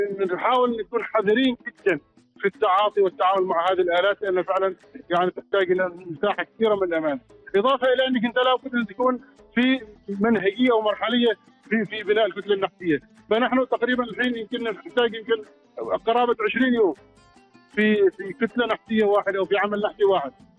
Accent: Oman; نحن كفنانين عمانيين

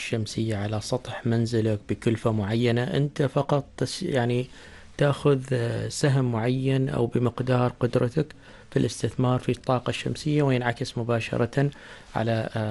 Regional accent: Oman; عندنا في عمان

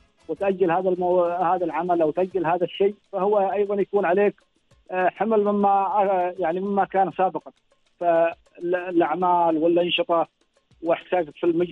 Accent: Oman; وخاصة عندنا في سلطنة عمان

